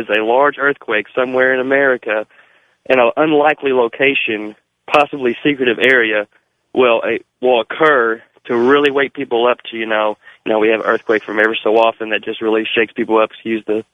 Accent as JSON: {"language": "English", "region": "Kentucky", "country": "United States", "said": "And I'm originally from Western Kentucky"}